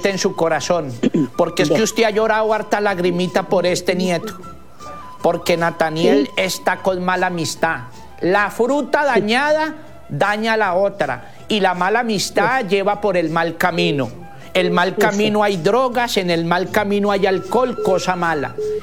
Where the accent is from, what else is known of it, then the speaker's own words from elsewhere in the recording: Putumayo, Colombia; indígena del Putumayo.